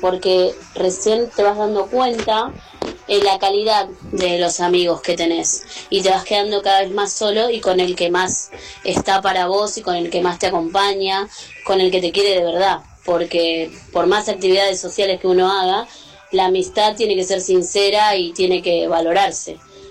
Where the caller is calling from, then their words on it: Lanús, Buenos Aires Province, Argentina; soy de Lanús